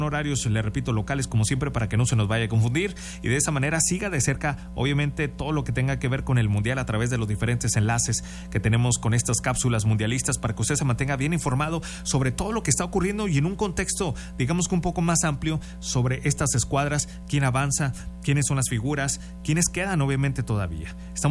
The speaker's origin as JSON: {"language": "Spanish", "country": "Mexico", "said": "Y como buenos mexicanos hay que saber perder con la frente en alto."}